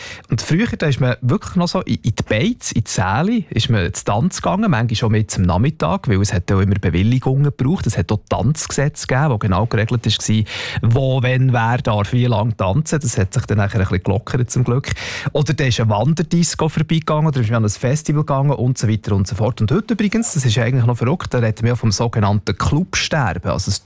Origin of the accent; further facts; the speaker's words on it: Bern, Switzerland; ich bin auf dem Land aufgewachsen, im Görbental, oder? Da ist jetzt genau gar nichts los gewesen.